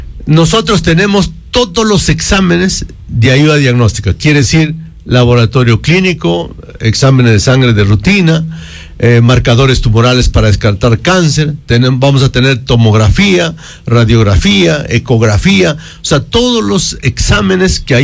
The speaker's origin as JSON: {"language": "Spanish", "region": "Cajamarca", "country": "Peru", "moved": "yes", "lives_now": "Lima, Peru", "said": "Dios me ha dado la oportunidad de volver a mi pueblo, a mi región"}